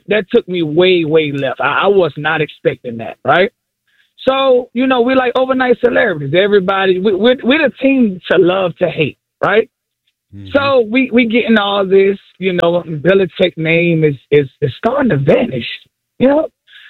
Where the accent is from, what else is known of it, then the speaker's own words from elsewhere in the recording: Miami, Florida, United States; now in Atlanta, United States; Yeah, I'm originally from Miami, but I've been living here like 15 years.